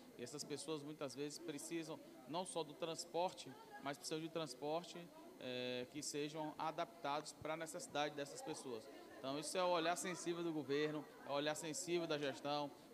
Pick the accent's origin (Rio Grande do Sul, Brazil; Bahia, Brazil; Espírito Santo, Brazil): Bahia, Brazil; Feira de Santana; eu fui nascido e criado aqui em Feira de Santana.